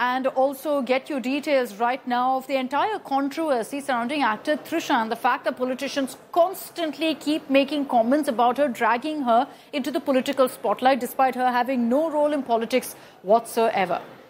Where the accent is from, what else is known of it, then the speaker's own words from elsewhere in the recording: South India, India; accent: South Indian; now in Delhi, India; As a South Indian living in Delhi, I get called all kinds of things. I get called a Madrasi. I'm mocked for what is known as my South Indian accent.